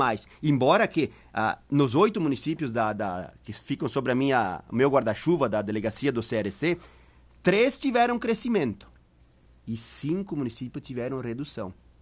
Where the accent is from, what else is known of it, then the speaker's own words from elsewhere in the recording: São João da Urtiga, Rio Grande do Sul, Brazil; Vou pegar a minha terra agora, São João da Ortiga, que é bem menor do que Sananduva, bem menor